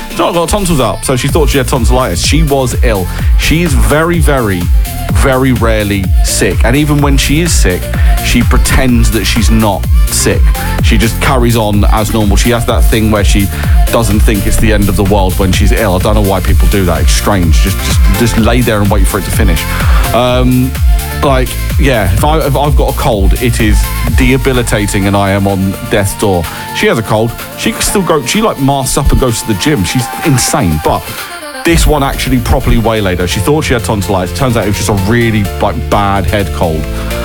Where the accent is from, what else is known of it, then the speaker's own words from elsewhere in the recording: United Kingdom; we are British